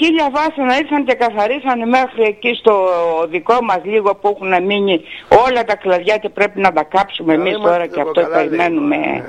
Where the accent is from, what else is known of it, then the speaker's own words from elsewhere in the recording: Ionian Islands, Greece; Εγώ είμαι από την Κεφαλονιά.